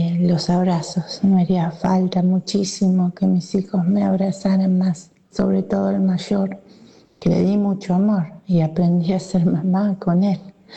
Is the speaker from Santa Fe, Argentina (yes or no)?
yes; Rosario, Santa Fe, Argentina